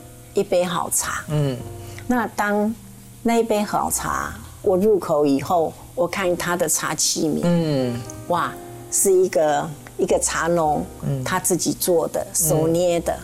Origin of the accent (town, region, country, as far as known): Taiwan; moved away